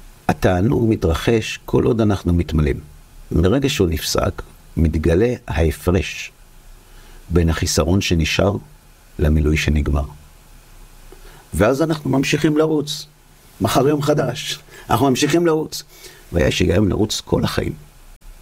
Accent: Bnei Brak, Tel Aviv District, Israel; אני מבני ברק.

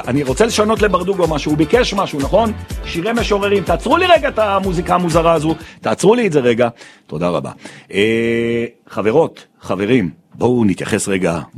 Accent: Jerusalem, Jerusalem District, Israel; also born or lived in Efrat; אני ירושלמי במהות, הכל טוב ויפה, אבל אני את הנעורים שלי העברתי באפרת, נווה דניאל

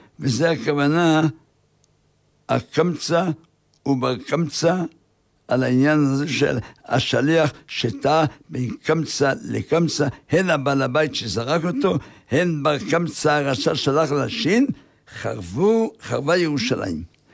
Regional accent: Haifa, Haifa District, Israel; אני גדלתי בחיפה

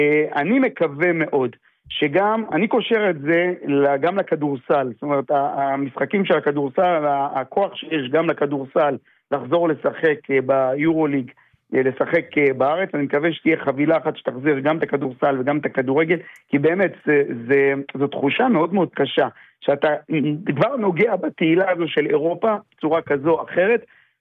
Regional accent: Beersheba, Southern District, Israel; born there; ואני נולדתי בבאר שבע

